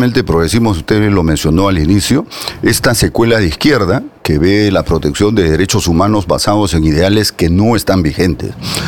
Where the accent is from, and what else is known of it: Peru